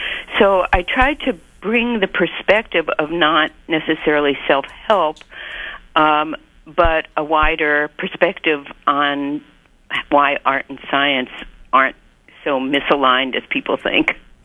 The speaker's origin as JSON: {"language": "English", "town": "Madison", "region": "Wisconsin", "country": "United States", "said": "We are from Madison, Wisconsin."}